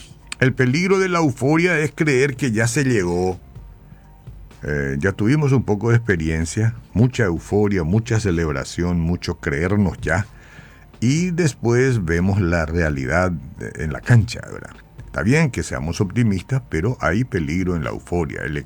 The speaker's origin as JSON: {"language": "Spanish", "country": "Paraguay", "said": "El marcador es un dato, no una sentencia sobre quiénes somos nosotros los paraguayos."}